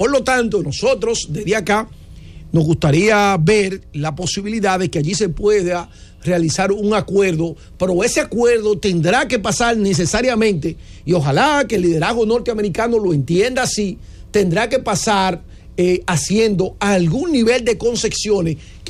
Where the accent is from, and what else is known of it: Dominican Republic